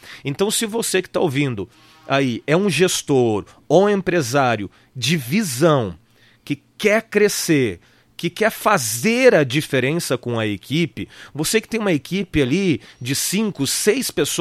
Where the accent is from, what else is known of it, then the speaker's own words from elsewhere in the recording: Rio Grande do Sul, Brazil; now in Maringá, Brazil; eu vim do Rio Grande do Sul pra Maringá pra ficar 3 dias. São 22 anos.